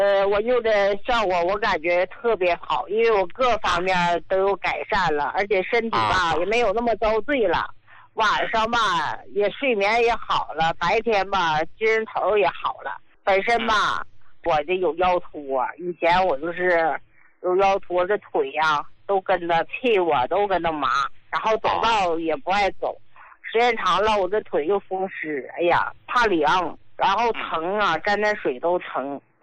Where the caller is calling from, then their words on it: Heilongjiang, China; 我是黑龙江的。